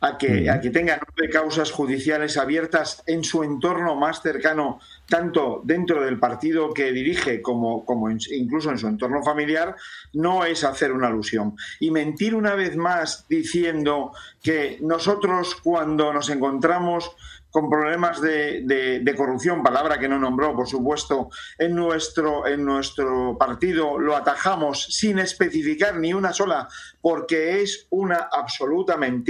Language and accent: Spanish; Spain; somos muchos los españoles